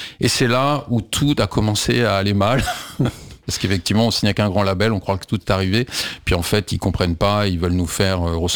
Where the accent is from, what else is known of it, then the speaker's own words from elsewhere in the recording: France; Ben ouais, mais sauf que nous on est français, on veut être compris.